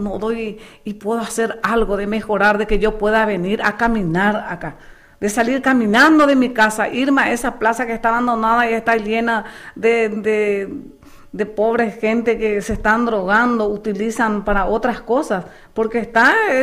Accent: Paraguay; Yo estoy luego viviendo ahí cerca del puente. Yo soy de Ciudad Nueva.

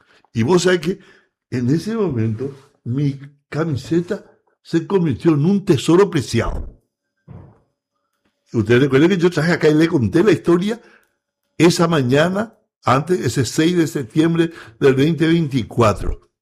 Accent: Paraguay; Nosotros los paraguayos

